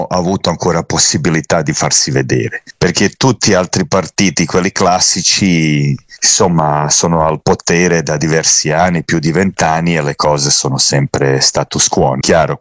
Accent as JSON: {"language": "Italian", "town": "Sarajevo", "region": "Federation of Bosnia and Herzegovina", "country": "Bosnia & Herzegovina", "said": "Io sono di Sarajevo e seguo naturalmente Sarajevo, il capitale, eccetera."}